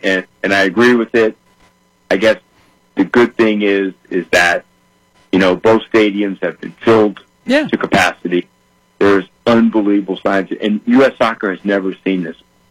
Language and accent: English; Louisiana, United States; I'm from Louisiana, and I can get to 10.